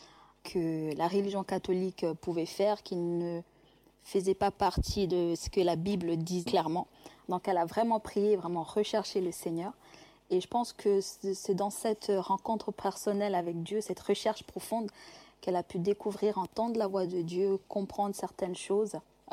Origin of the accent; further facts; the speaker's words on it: Western Province, Rwanda; born there; Je suis née au Rwanda, dans la région de Kyangugu. Nous étions anciennement catholiques.